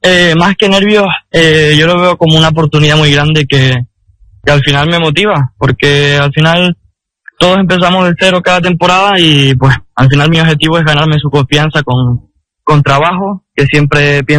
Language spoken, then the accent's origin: Spanish; Canary Islands, Spain; now in United Arab Emirates; mi tierra